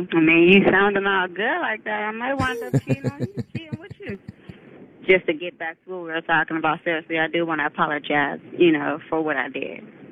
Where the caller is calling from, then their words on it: Charlotte, North Carolina, United States; I'm in Charlotte right now.